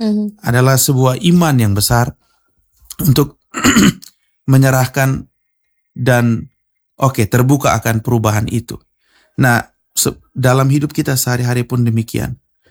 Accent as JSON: {"language": "Indonesian", "town": "Kupang", "region": "East Nusa Tenggara", "country": "Indonesia", "said": "Kalau kita orang Kupang kan bilang, sudah le, lu mengajar saya di situ teh"}